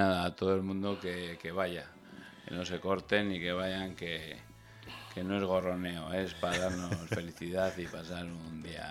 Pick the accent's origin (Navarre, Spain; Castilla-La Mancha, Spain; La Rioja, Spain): Navarre, Spain; Hemos hecho pañuelicos para rojos como navarros de sangre que somos, para hacer una foto